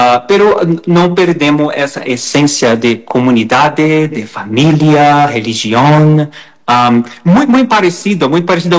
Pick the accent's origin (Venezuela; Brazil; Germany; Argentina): Brazil; Spanish is a second language; Y sí, y soy brasileño, crecí asistiendo a telenovelas brasileñas, telenovelas mexicanas.